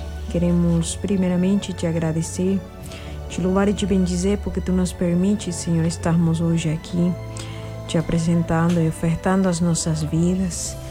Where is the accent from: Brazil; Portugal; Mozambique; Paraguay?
Paraguay; moved away; sou missionária da comunidade Shalom, da comunidade de vida, sou natural do Paraguai.